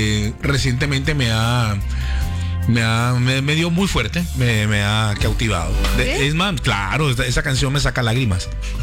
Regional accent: Colombia

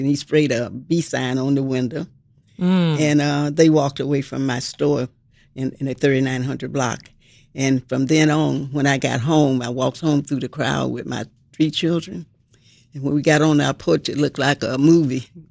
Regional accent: Mississippi, United States; moved away as an adult; now in Chicago, United States; I came from Mississippi. But I moved over in 63 after I got married there.

